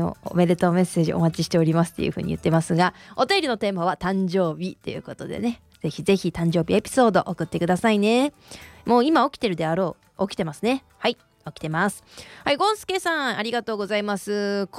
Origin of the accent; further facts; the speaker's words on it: Himeji, Hyogo, Japan; あと私姫路出身なんですけれども、